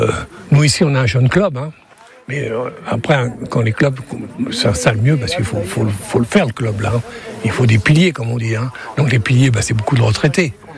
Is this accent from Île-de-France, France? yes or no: yes; Paris, Île-de-France, France; J'étais parisien, mais après, je suis parti 10 ans à Toulouse